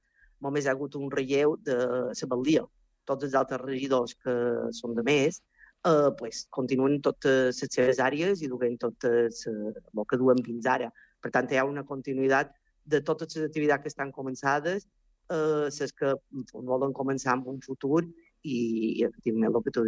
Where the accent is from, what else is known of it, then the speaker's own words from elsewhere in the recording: Sa Pobla, Balearic Islands, Spain; moved away as an adult; now in Sant Joan, Spain; som d'origen poble, ¿vale? Som de la poble, i venir, quan vaig venir a viure a Sant Joan me va fer recordar el meu poble quan jo era petita